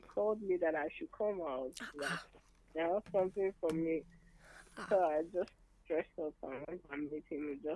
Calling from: Cross River, Nigeria; I'm calling you from Cross River State in Enugu.

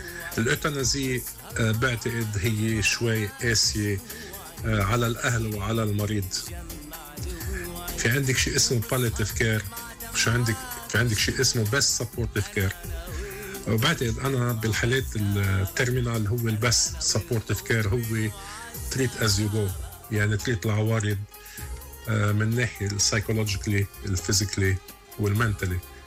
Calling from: Liverpool, North West England, United Kingdom; من ليفربول.

